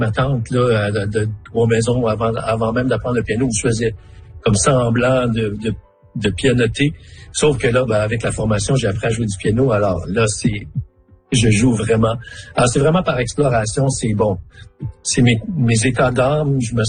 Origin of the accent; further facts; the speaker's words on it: Smooth Rock Falls, Ontario, Canada; je suis né à Smooth Rock Falls, petit village du nord de l'Ontario.